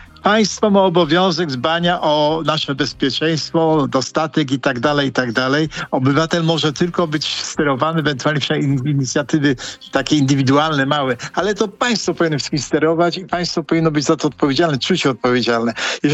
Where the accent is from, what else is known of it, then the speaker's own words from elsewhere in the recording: Greater Poland Voivodeship, Poland; jestem wielkopolaninem.